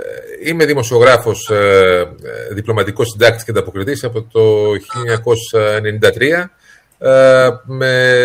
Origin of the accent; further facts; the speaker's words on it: Koroni, Peloponnese, Greece; now in Komotini, Greece; Εγώ δεν είμαι Θρακιώτης, είμαι από την Κορώνη Μεσσηνίας. Απλά παντρεύτηκα και έκανε οικογένεια στην Κομωτινή.